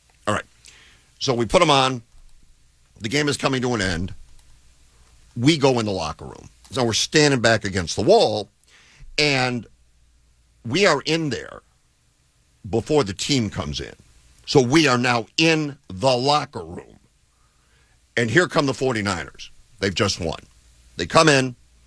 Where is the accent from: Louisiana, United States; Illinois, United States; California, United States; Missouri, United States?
California, United States; Los Angeles; Again, we're from Los Angeles. Nobody knows us, and we shouldn't even be in there.